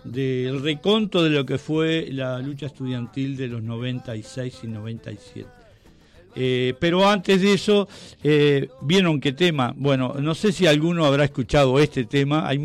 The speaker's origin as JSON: {"language": "Spanish", "country": "Uruguay", "said": "yo no soy inglés, soy uruguayo y hablo español"}